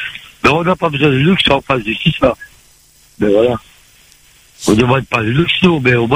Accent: Saint-Denis, Réunion; born there; Moi, je suis né à La Réunion, à Saint-Denis-la-Réunion.

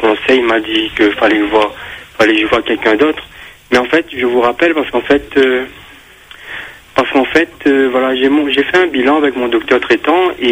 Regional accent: Réunion; je suis quelqu'un de l'Ouest, oui. Dans les Hauts de l'Ouest

